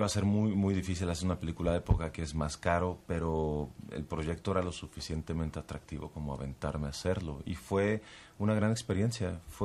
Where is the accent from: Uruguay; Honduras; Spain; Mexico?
Mexico; Tijuana, Baja California; Yo soy de Tijuana.